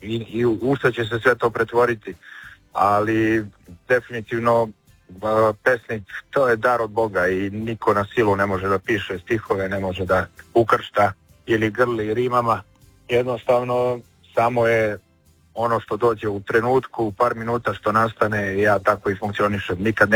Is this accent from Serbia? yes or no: yes; Serbia; poezija ponovo živi, što kod nas u Srbiji, što u celoj regiji.